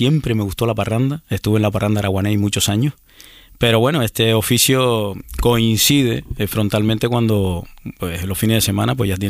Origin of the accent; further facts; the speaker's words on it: Telde, Canary Islands, Spain; Del agua, donde el agua baila, allí en el Lomo Magullo